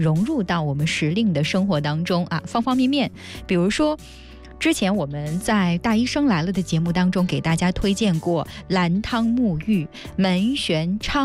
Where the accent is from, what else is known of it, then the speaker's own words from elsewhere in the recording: Northeast China, China; now in Zhejiang, China; 在我们东北有这样的一个习俗，就是在端午节的时候每天早晨弄这个艾草泡水，然后大家用它来洗手洗脸。我不知道咱们浙江这边是不是这样的哈